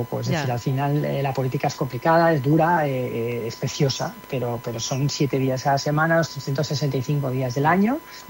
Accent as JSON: {"language": "Spanish", "town": "Zaragoza", "region": "Aragon", "country": "Spain", "said": "Zaragoza no deja de ser mi pueblo."}